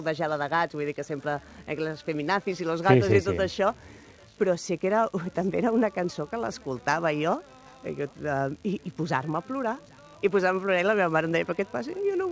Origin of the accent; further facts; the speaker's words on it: Mataró, Catalonia, Spain; Bueno, jo soc de Rocafonda també, com el Lamin Yamal.